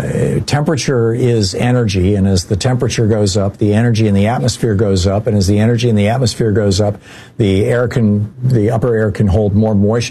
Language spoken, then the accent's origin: English; Lansing, Michigan, United States; Kathy in Lansing, Michigan. Hey, Kathy, how's my hometown?